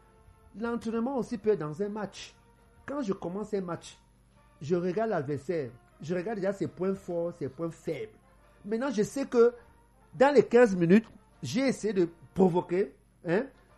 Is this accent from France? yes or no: no; Cameroon; quand on est Camerounais, on est fort dans la tête.